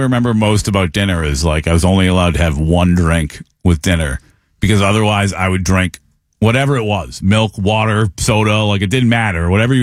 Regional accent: Massachusetts, United States; I was, like, a Mets and a Giants fan growing up in Massachusetts.

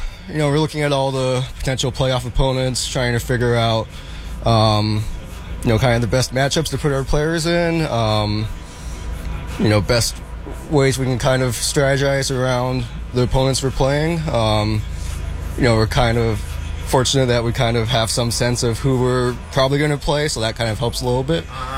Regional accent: San Jose, California, United States; Growing up in the Bay Area, you know, there's a lot of, you know, good baseball teams around.

